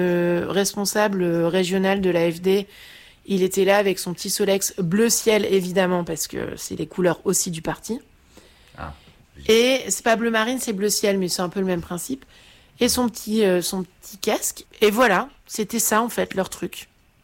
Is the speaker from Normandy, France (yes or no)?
yes; Caen, Normandy, France; c'est que moi je viens de Caen en fait.